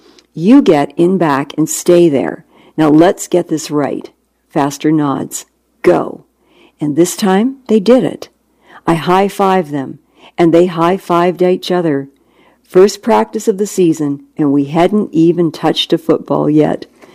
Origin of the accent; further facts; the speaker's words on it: Compton, California, United States; I grew up in Compton, south of L.A., raised by a single mom with 3 kids.